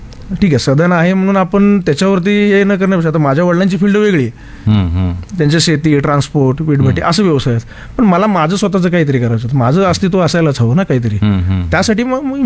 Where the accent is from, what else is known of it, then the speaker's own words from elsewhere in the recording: Pune, Maharashtra, India; आणि बेसिकली आम्ही पुण्यातलेच आहोत, म्हणजे आम्ही महाराष्ट्रातले, तर आम्ही इथंच चालू करू.